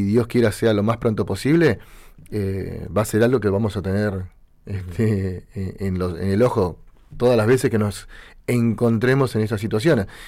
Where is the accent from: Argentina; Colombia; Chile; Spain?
Argentina; Y somos argentinos y es imposible que no lo podamos sacar de esto.